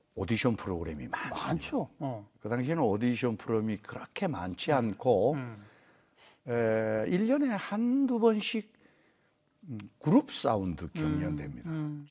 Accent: South Korea; 제가 고향이 남쪽이라서 어릴 때부터 트로트를 많이 듣고 자랐습니다.

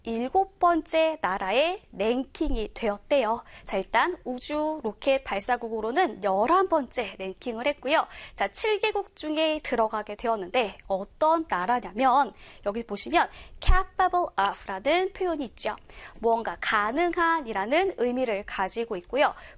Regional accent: South Korea; 한국인으로서

